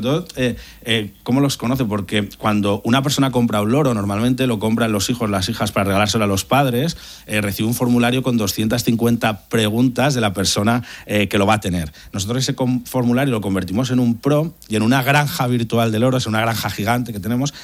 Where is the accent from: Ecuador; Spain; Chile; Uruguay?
Spain; Zaragoza, Aragon; now in Sitges, Spain; yo en la mía, en Sitges, somos de Zaragoza, pero vivimos ahí